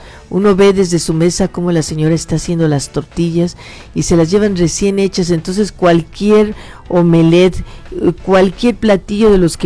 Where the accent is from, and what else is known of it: Mexico